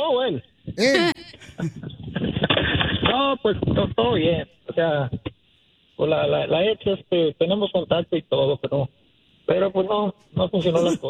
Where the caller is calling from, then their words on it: Guanajuato, Mexico; Soy de Guanajuato.